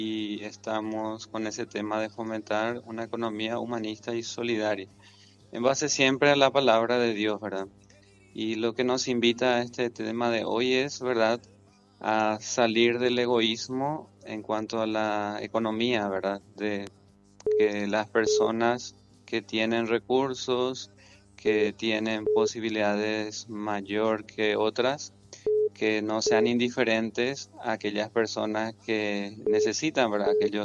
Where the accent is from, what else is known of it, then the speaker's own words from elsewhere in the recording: Carmen del Paraná, Itapúa, Paraguay; moved away; Nosotros somos de Carmel, Paraná, Itapúa